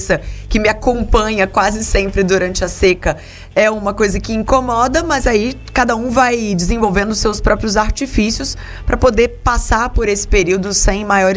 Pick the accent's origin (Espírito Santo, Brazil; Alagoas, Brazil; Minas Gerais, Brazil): Minas Gerais, Brazil; now in Brasília, Brazil; Confesso para você que eu sou uma das poucas pessoas que vem de uma região úmida. Eu sou de Minas e vim para cá.